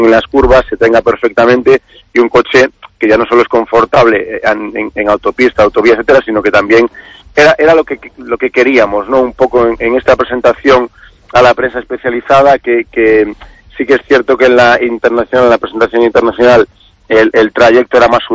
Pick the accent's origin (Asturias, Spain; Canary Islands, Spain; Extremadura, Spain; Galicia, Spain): Galicia, Spain; Yo como gallego...